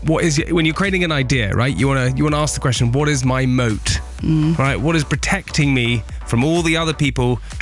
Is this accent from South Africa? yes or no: no; South West England, United Kingdom; I grew up near Swindon. Sometimes I have a big loyalty towards Swindon.